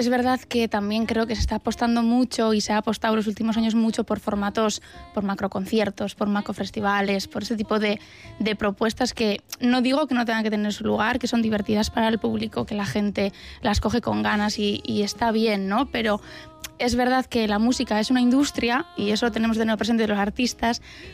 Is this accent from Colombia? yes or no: no; Durango, Basque Country, Spain; la semana que viene toco en mi pueblo, en la programación de verano de mi pueblo, y me hace pues muchísima ilusión. Sí, sí, en Durango.